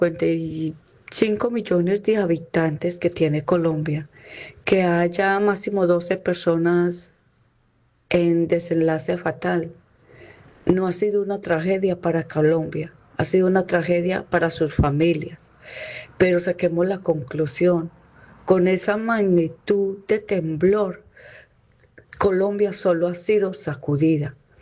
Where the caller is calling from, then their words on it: Netherlands; hablo desde Holanda.